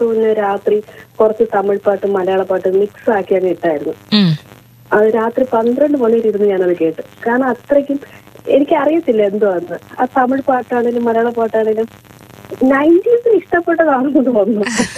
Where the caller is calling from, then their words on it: Kollam, Kerala, India; ഞാനിവിടെ കൊല്ലം.